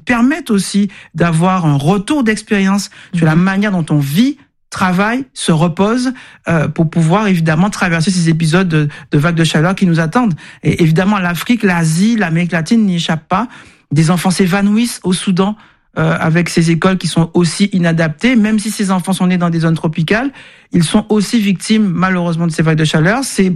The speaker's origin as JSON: {"language": "French", "country": "Guadeloupe", "tie": "born there", "said": "Je suis née en Guadeloupe."}